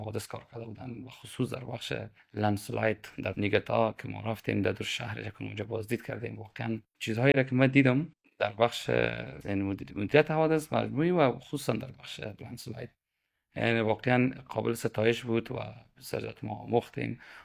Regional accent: Afghanistan; عامل همکاری های اقتصادی اداره ملی مبارزه با حوادث از افغانستان هستم.

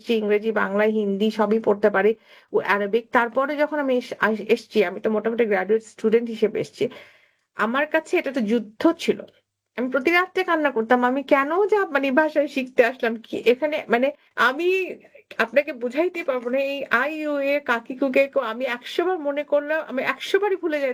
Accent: Dhaka, Dhaka Division, Bangladesh; born or raised there

